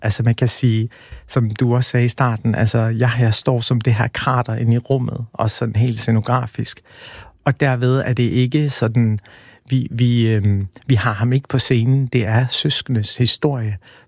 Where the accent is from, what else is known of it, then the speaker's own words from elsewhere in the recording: Aarhus, Central Denmark Region, Denmark; jeg er jo selv fra Aarhus, og jeg gik i 10. klasse i Brabrand i Torvshøjskolen